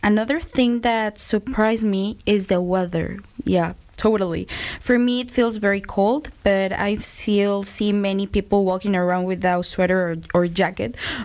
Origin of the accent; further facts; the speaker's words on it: Mexico; I'm 21 years old. I'm from Mexico.